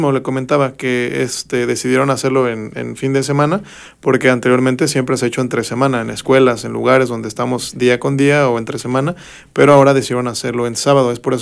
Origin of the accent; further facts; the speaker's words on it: Mixteca, Mexico; como mexicanos y también pues como acatecos, ¿no? Que como mixtecos, que es nuestra región